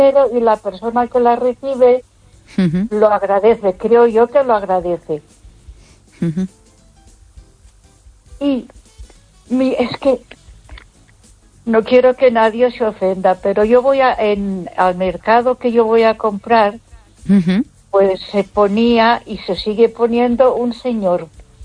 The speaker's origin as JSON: {"language": "Spanish", "town": "Ponferrada", "region": "Castile and León", "country": "Spain"}